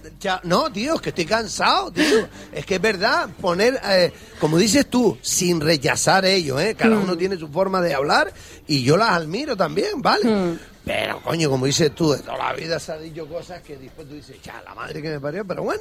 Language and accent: Spanish; Canary Islands, Spain; accent: Canarian; Yo hablo como hablo y punto, como canario de toda la vida. Y por tener esta voz o este acento, no soy menos que un peninsular